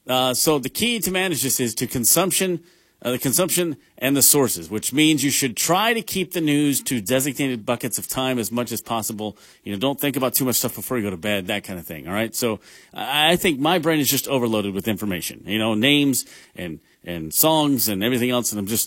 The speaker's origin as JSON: {"language": "English", "town": "San Diego", "region": "California", "country": "United States", "tie": "born or raised there", "moved": "yes", "said": "I grew up in San Diego"}